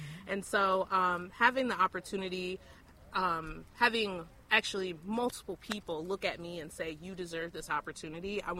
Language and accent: English; Albany, New York, United States; I'm also from Albany. I grew up here.